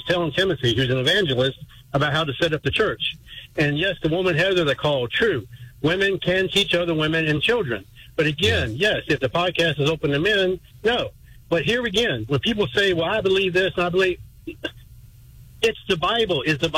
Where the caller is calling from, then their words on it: Charlottesville, Virginia, United States; I'm calling out from Charlottesville, home of Thomas Jefferson, James Madison.